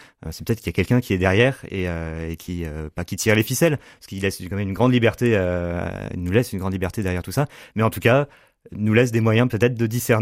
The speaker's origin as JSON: {"language": "French", "town": "Le Mans", "region": "Pays de la Loire", "country": "France", "tie": "born or raised there", "said": "J'ai grandi au Mans, donc j'ai fait mon école collège lycée au Mans"}